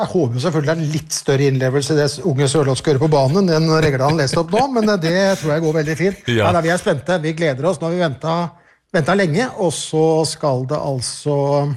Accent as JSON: {"language": "Norwegian", "town": "Bergen", "region": "Vestland", "country": "Norway", "said": "vi kan skrike som bergensere vi"}